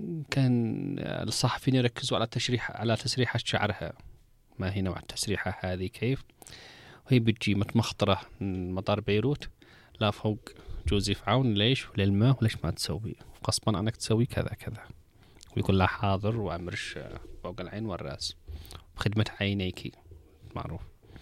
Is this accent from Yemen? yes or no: yes; Yemen